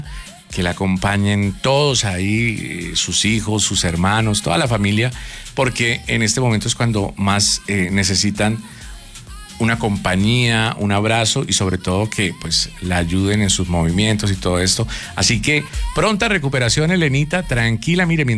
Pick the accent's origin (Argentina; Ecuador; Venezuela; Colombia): Colombia